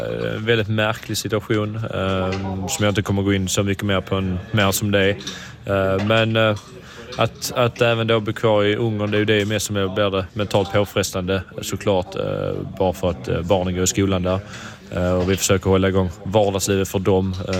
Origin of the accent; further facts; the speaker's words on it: Sweden; moved away as an adult; att äntligen kanske få bo hemma i Sverige